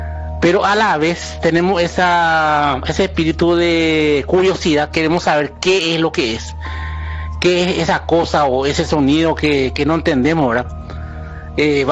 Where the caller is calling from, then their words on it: Guarambaré, Central, Paraguay; la ciudad de Guarambaré.